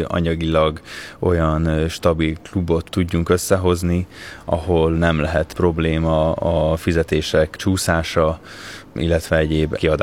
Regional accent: Komló, Baranya, Hungary; born or raised there

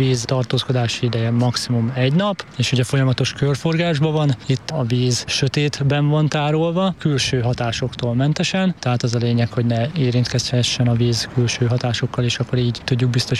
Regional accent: Békés, Hungary; now in Debrecen, Hungary; Én Békés megyéből jöttem 2 éve párommal, úgyhogy én még nem olyan régóta élek Debrecenben.

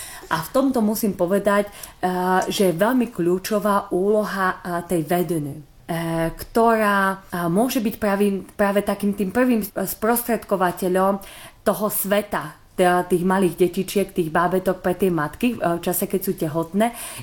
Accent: Martin, Žilina Region, Slovakia; ja pochádzam z Martina zo Slovenska

